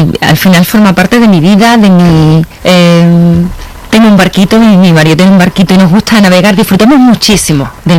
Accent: Seville, Andalusia, Spain; fíjate que soy de Sevilla, que no tenemos mar, pero ahí está muy cerquita Cádiz, esa Huelva

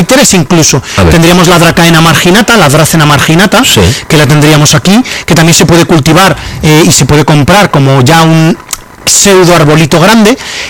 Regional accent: Valencian Community, Spain; Yo a ti te voy a recomendar, como buen valenciano, el cumquat.

